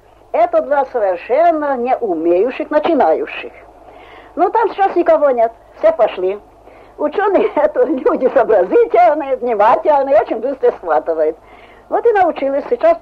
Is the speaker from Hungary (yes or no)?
yes; Hungary; Russian is a second language; now in Soviet Union; я плохо говорю по-русски, потому что я из Венгрии. Я приехала в Советский Союз в 36-м году.